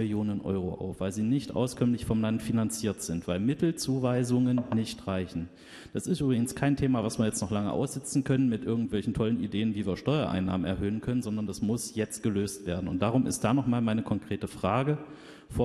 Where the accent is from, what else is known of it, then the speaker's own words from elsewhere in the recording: Saxony-Anhalt, Germany; Ich komme aus Mansfeld-Südharz.